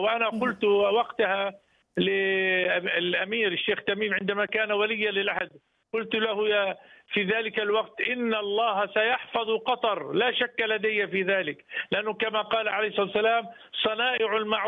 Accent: Palestine; وسنظل نحن أبناء فلسطين أوفياء لهذه القامة الكبيرة ولقطر

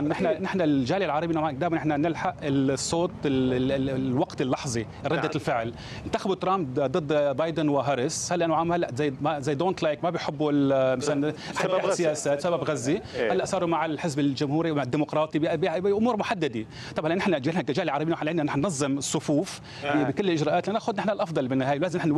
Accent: Syria; now in Michigan, United States; مش أنا سوري مش لبناني، مع احتياطنا أهلنا اللي بلبنان بلاد الشام. طبعا احنا، انا احب اقول لك انه نحن هلا ميشيغان هي عاصمه العرب في امريكا.

